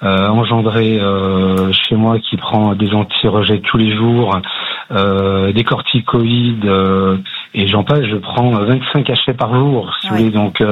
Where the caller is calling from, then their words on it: Saint-Étienne, Auvergne-Rhône-Alpes, France; je suis stéphanois